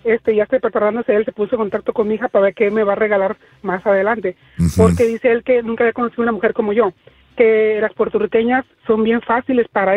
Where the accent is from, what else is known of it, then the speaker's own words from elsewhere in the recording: Honduras; yo dije, hondureño, yo soy un mexicano jamás